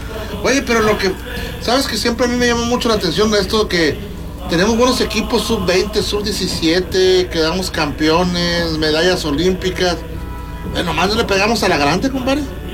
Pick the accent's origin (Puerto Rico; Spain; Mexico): Mexico; Nuevo León; also born or lived in Monterrey; Ahí nací en Monterrey, crecí en San Nicolás.